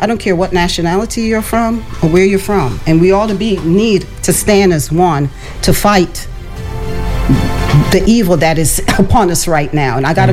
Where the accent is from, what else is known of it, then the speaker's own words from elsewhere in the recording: Philadelphia, Pennsylvania, United States; also born or lived in Jamaica; I was born in Jamaica, and I came here in the States in the early 70s. I had no idea that we just came off of Jim Crow. I had no clue because I was raised in Philadelphia